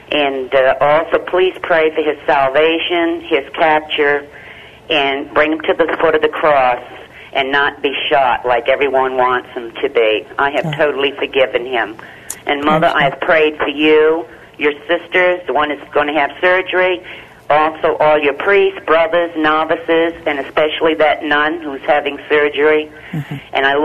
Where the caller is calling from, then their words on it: Middletown, Rhode Island, United States; from Middletown, Rhode Island.